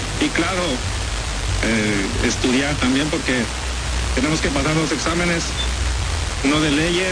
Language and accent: Spanish; Puebla, Mexico; Que lo soy de Puebla, de donde somos los feos, prietos, gordos y chaparros.